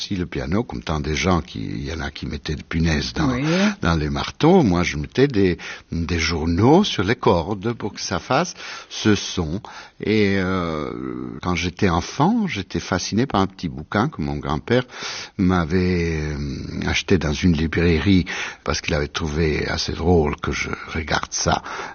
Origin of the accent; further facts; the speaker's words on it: Colombia; malheureusement, il n'y avait pas de clavecin chez nous, en Colombie, à l'époque.